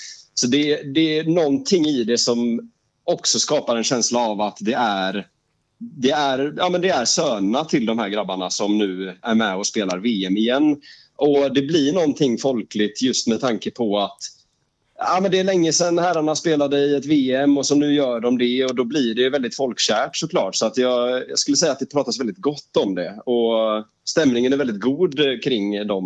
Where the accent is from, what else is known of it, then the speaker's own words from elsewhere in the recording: Norway; jag är ju inringd som norrman främst då egentligen.